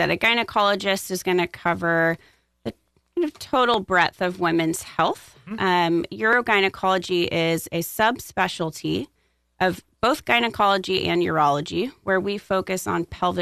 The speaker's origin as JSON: {"language": "English", "town": "Houston", "region": "Texas", "country": "United States", "also_born_or_lived": "Galveston, Texas", "moved": "as an adult", "lives_now": "Florence, United States", "said": "So I am from Houston, Texas, originally."}